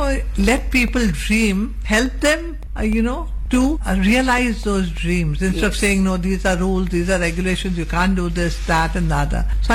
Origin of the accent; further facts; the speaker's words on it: Karnataka, India; they were surprised that I could even speak English because I came from Karnataka, wondering which part I came from.